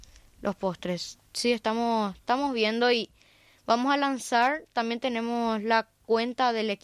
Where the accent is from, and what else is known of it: Paraguay